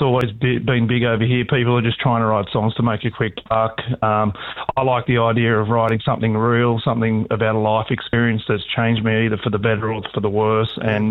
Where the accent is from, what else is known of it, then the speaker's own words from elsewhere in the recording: Newcastle, New South Wales, Australia; moved away as an adult; But, yeah, I'm a proud Aussie. I grew up in Newcastle, so I'm a Novocastrian, and I miss Australia every day